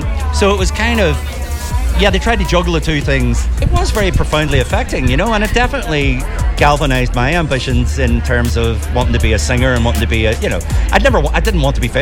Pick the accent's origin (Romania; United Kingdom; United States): United Kingdom; Derry, Northern Ireland; growing up in the Bogside and the Derry in general, it was a bad time around the late 70s.